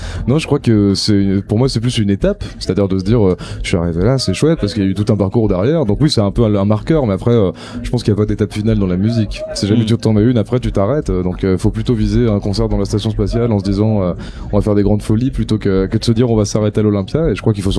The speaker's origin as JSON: {"language": "French", "town": "Boulogne-sur-Mer", "region": "Hauts-de-France", "country": "France", "moved": "yes", "said": "Moi, je viens pas de Paris, je viens de Boulogne-sur-Mer"}